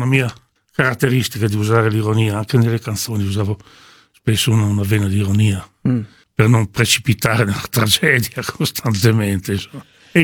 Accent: Pavana, Tuscany, Italy; born there

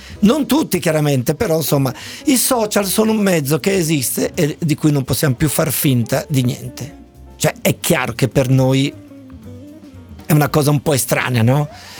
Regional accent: Genoa, Liguria, Italy; Io volevo fare psicologia, ma era a Padova, io sono di Genova.

